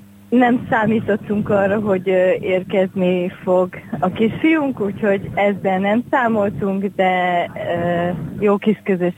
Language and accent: Hungarian; Ócsa, Pest, Hungary; born there; moved away as an adult; now in Kakucs, Hungary; Mi 2020-ban költöztünk ide a településre, és egyébként Ócsáról jöttünk, mind a ketten oda születtünk.